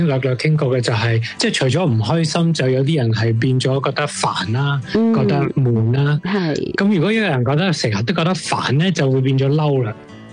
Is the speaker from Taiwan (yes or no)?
no; China; 是啊，因为或者我们中国人的文化很主很注重即是能不能够继续要做自己需要做的事情